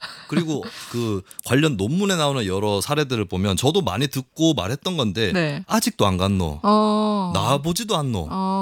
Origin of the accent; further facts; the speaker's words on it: Gyeongsang, South Korea; 그러니까 제가 경상도 출신인데요.